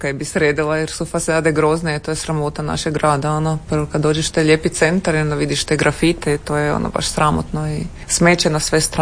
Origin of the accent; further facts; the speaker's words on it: Podravina, Croatia; ja sam iz Podravine, tam se uvijek nekako to istovećivalo sa Gruntovčanima